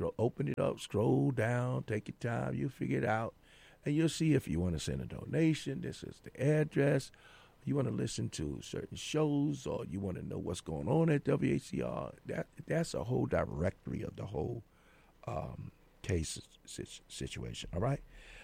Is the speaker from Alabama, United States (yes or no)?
no; New York City, New York, United States; I'm from Brooklyn